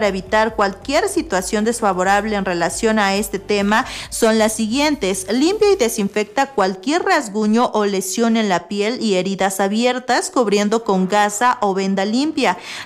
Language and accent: Spanish; Mexico; la cultura que nos da identidad como mexicanos.